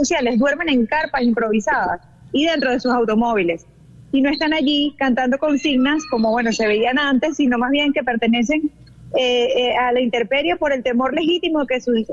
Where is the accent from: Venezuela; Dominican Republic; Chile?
Venezuela; Doy las gracias como venezolana